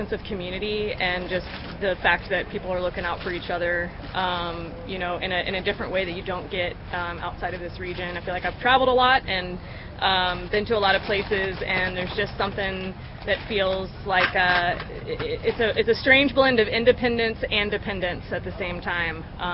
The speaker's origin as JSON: {"language": "English", "town": "San Antonio", "region": "Texas", "country": "United States", "moved": "yes", "lives_now": "North Carolina, United States", "said": "So, yep, outside of San Antonio, up in the Hill Country."}